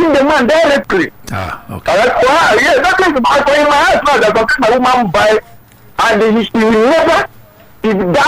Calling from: Anambra, Nigeria; okay, I'm from Anambra State.

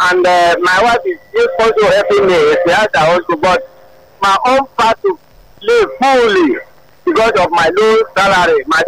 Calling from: Ogun, Nigeria; I'm calling from Ogun State.

